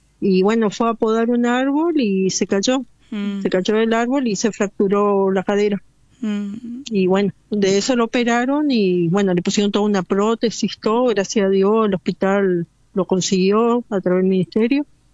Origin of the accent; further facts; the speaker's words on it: Almirante Brown, Buenos Aires Province, Argentina; Soy de Almirante Brown.